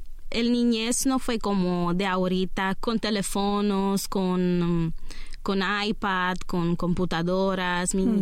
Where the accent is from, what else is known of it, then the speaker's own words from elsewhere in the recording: Romania; first language Romanian; Spanish is a second language; moved away; Yo soy de Rumania. Mi primer idioma no es español, es rumano. Yo nací dentro de una familia cristiana donde mis abuelos son pastores en una iglesia.